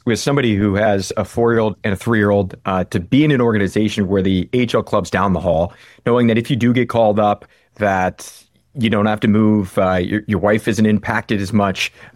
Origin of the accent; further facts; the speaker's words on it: California, United States; I grew up in California, but I grew up playing hockey as a kid